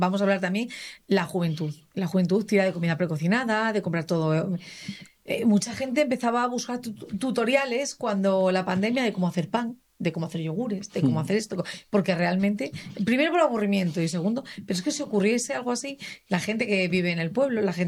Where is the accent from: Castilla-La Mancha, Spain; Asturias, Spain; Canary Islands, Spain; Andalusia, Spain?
Asturias, Spain; Yo soy asturiana y de hecho tenemos tierras todavía ahí heredadas